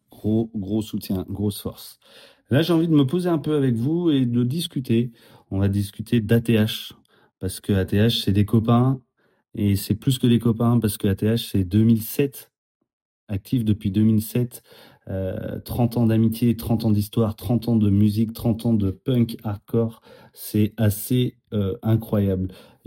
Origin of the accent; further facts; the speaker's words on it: western France, France; Moi, je viens de l'Ouest, donc je suis très fier de dire West Coast